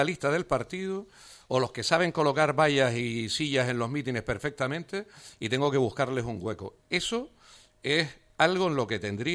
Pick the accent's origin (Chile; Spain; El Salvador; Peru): Spain; Canary Islands; como canario me duele.